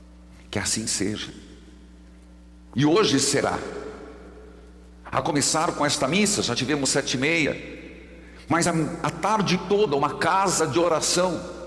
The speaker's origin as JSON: {"language": "Portuguese", "town": "Paraíso do Norte", "region": "Paraná", "country": "Brazil", "tie": "born or raised there", "moved": "yes", "said": "estive na minha cidade natal, Paraíso do Norte."}